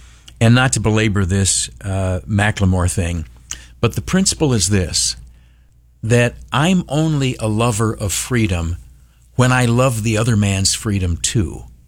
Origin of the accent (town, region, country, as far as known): United States